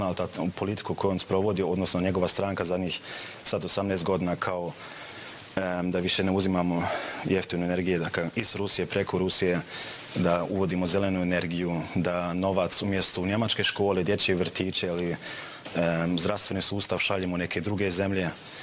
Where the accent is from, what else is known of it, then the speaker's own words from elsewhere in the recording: Germany; moved away; ja sam rođen i odrastao u Njemačku